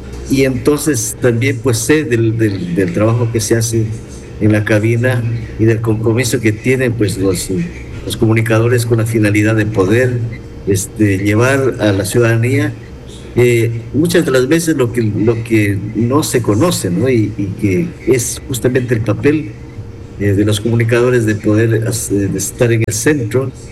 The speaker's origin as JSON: {"language": "Spanish", "region": "Loja", "country": "Ecuador", "moved": "as an adult", "lives_now": "Nangaritza, Ecuador", "said": "porque nosotros, la mayor parte de los que estamos habitando allá, provenimos de la provincia de Loja, también hay familias de la provincia de La Suay, pero la mayoría estamos de la provincia de Loja."}